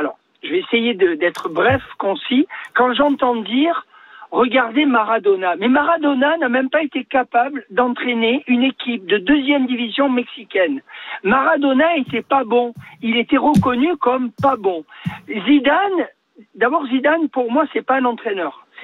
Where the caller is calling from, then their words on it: Toulon, Provence-Alpes-Côte d'Azur, France; je suis à Toulon, près de la mer.